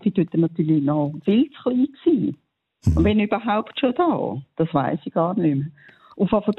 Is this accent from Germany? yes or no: no; Zurich, Switzerland; born there; ich bin in Zürich Oberland geboren.